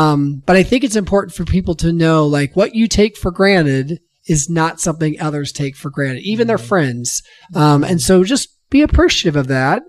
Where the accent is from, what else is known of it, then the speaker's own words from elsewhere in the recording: United States; also born or lived in Indianapolis, Indiana; my wife and I grew up on the West Side. I was born in Indianapolis, where my mom's family is from, but grew up here most of my life.